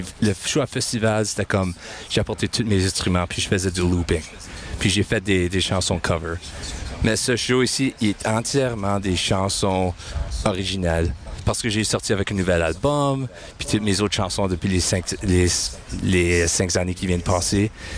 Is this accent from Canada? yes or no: yes; Manitoba, Canada; je suis francophone d'ici.